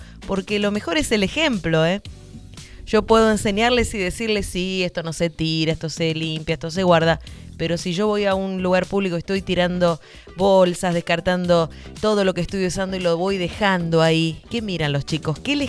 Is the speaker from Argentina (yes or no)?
yes; Buenos Aires, Argentina; born there; Bueno, 1941, nací en Buenos Aires.